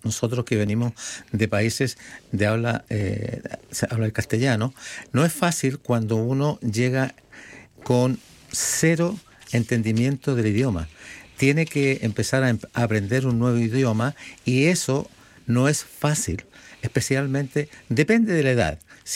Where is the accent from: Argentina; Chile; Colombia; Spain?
Chile; Santiago, Santiago Metropolitan Region; now in Melbourne, Australia; No, yo vengo de Santiago. Soy santiaguino neto.